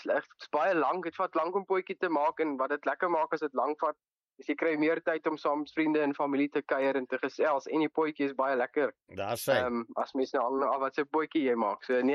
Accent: Bloemfontein, Free State, South Africa; ek is hier in Medikliniek gebore hier in Bloemfontein. Ek is nog al die jare hier so, nog steeds hier in Bloemfontein. Ek was op die kleuterskool, was ek in Tinktinkieland en in laerskool was ek by Willem Posma. En hoërskool is ek nou in Hoërskool Sentraal.

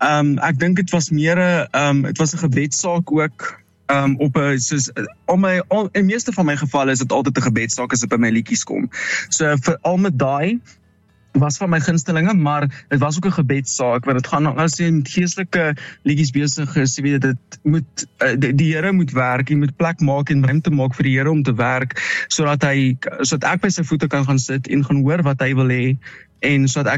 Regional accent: Boksburg, Gauteng, South Africa; ek is hier gebore, ek is hier in Boksburg gebore, ook so van kleins af as ek al hier so, was het nooit geëmigreer of getrek of jy weet wat ook al nie, het was van vroeger jare as ek nou hier so, hierdie kant in die Oosrand.

